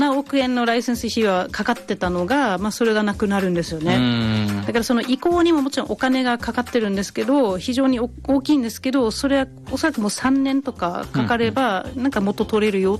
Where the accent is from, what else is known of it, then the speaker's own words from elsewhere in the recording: Schleswig-Holstein, Germany; Japanese is a second language; でそれが私の地元だったりするんですけど、